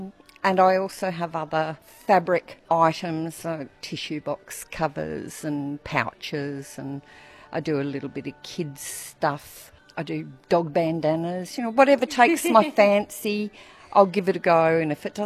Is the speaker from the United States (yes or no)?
no; Perth, Western Australia, Australia; now in Mingenew, Australia; We came from Perth. We figured Mingenew was a nice place to retire, and it's been wonderful. We love it.